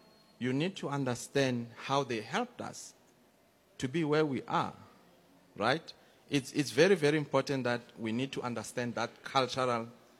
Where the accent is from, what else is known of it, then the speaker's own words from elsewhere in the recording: South Africa; I'm South African.